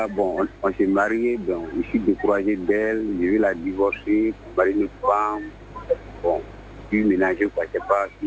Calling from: Abidjan, Côte d’Ivoire; Actuellement, je suis à Abidjan.

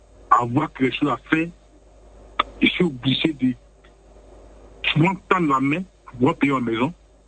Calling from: Abidjan, Côte d’Ivoire; Et je suis à Abidjan, je suis partout.

